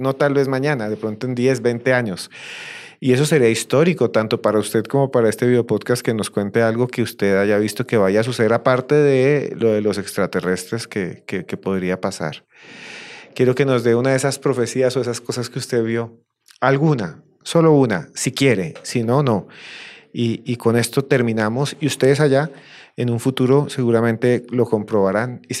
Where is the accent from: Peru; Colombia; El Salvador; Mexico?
Colombia; Bogotá, Bogotá Capital District; Hace algunos años estaba yo caminando por Bogotá, yo soy de Bogotá, y caminaba por la calle